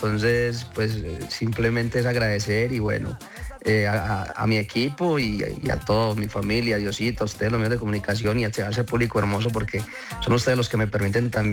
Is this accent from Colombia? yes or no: yes; Santa Marta, Antioquia, Colombia; yo soy de Santa Marta, Antioquia, bien campesino, bien arremangado.